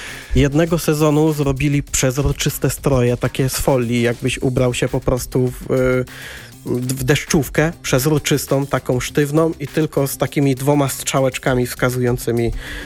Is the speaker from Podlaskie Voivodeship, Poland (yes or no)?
no; Konin, Greater Poland Voivodeship, Poland; koszulkę Górnika Konin na urodziny z mojego rodzinnego miasta.